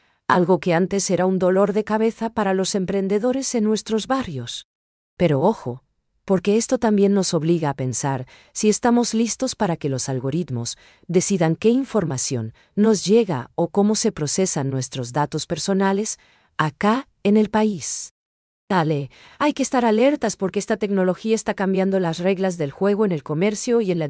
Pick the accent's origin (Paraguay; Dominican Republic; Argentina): Paraguay; nos identifica como paraguayos.